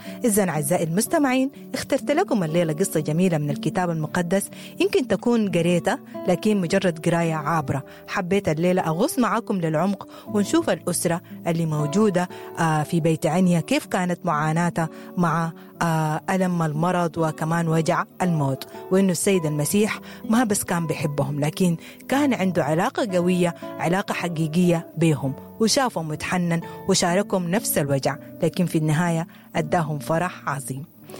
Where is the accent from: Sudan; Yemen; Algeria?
Sudan; ونحن كسودانيين معروفين باللمة وبالفزعة وبالحنية